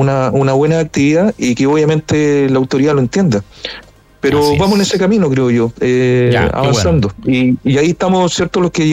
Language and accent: Spanish; Chile; nosotros como chilenos debemos saber de vino